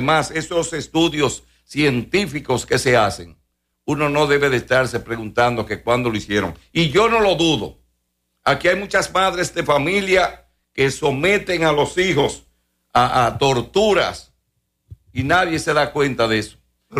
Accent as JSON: {"language": "Spanish", "country": "Dominican Republic"}